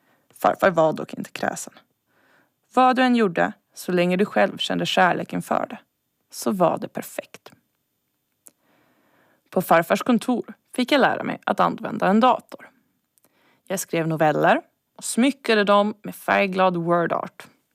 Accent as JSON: {"language": "Swedish", "town": "Godby", "region": "Åland", "country": "Finland", "tie": "born there", "moved": "yes", "said": "Hon arbetade i köket på Godbydaghem när jag gick mina första år på dagis."}